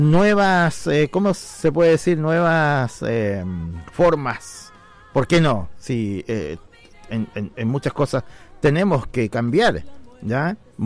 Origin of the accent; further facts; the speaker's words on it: Chile; O sea, debe preocuparnos como ciudadanos chilenos, debe preocuparnos.